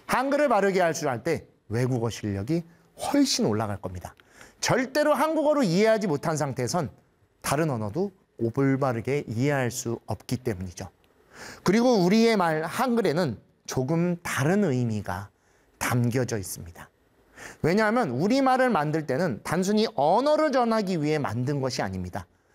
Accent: South Korea; moved away as an adult; also born or lived in Japan

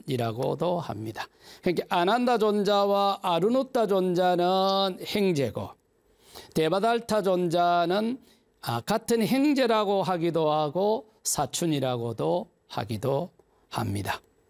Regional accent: Sacheon, South Gyeongsang, South Korea; moved away; 제 고향은 삼천포 실안입니다.

